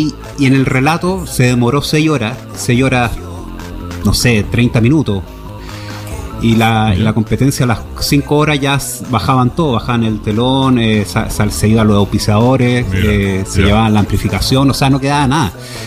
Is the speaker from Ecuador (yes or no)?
no; Santiago, Santiago Metropolitan Region, Chile; yo soy de Santiago